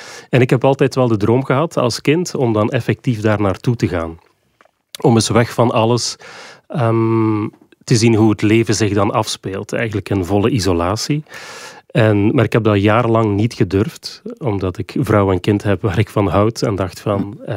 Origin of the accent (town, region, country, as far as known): Waregem, Flanders, Belgium; born there